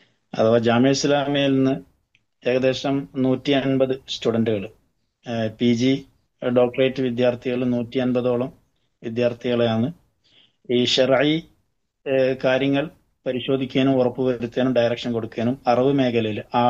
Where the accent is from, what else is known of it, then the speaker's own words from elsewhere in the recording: Payyoli, Kerala, India; moved away as an adult; now in Medina, Saudi Arabia; നാട്ടില് കോഴിക്കോട് ജില്ല പയ്യോളിയിലാണ്.